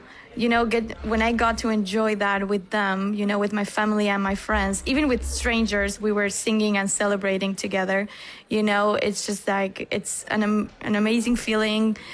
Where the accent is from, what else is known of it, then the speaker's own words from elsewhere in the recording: Argentina; For us, you know, I grew up in Argentina.